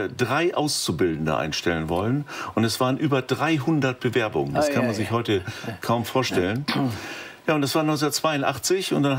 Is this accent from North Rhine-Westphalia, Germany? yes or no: no; Lower Saxony, Germany; Und das ist so meine Heimat, das südwestliche Niedersachsen